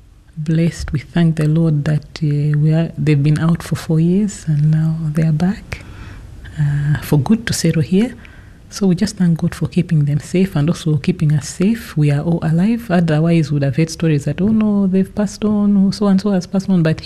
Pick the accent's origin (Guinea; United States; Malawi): Malawi; Karonga, Northern Region; I'm from Karunga. It's a Ngonde name.